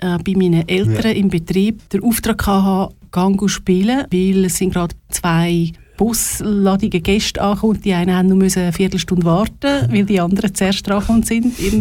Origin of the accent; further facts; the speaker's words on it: Linthal, Glarus, Switzerland; Ich bin zuhinterst im Glarnerland aufgewachsen, also geboren in Glaris und aufgewachsen ganz hinten in Lintal.